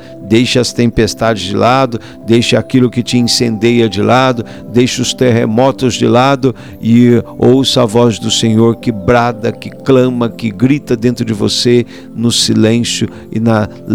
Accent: Minas Gerais, Brazil; como bom mineiro que o padre é

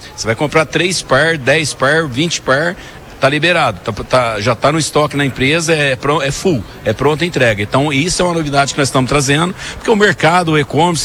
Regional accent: Minas Gerais, Brazil; now in Franca, Brazil; Sou mineiro

